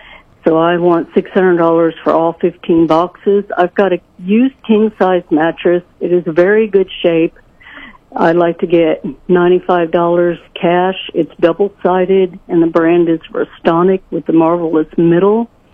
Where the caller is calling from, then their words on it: Sedalia, Missouri, United States; Good morning. I'm calling from Sedalia.